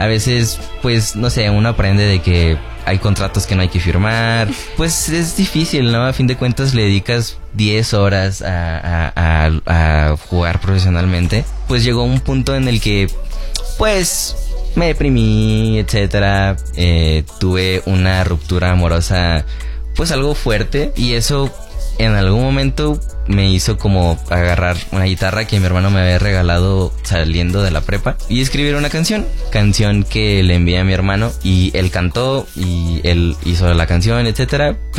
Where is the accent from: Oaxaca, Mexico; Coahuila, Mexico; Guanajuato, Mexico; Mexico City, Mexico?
Coahuila, Mexico; Saltillo; pues yo también soy de Saltillo, ¿sabes?